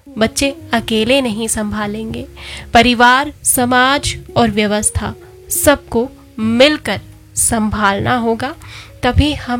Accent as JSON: {"language": "Hindi", "region": "Himachal Pradesh", "country": "India", "said": "धर्मशाला और हिमाचल के अगर हम बात करें तो हमारे यहाँ से भी हर साल बच्चे पढ़ाई और नौकरी के लिए बड़े शहरों में जाते हैं।"}